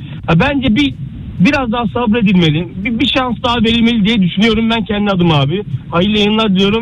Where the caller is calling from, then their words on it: Istanbul, Turkey; Ben İstanbul'dan, İstanbul'dan